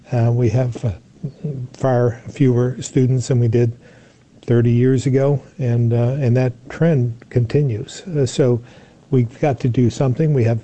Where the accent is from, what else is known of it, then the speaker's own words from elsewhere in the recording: Barre, Vermont, United States; So, you can look at it right here in central Vermont. I grew up in Barrie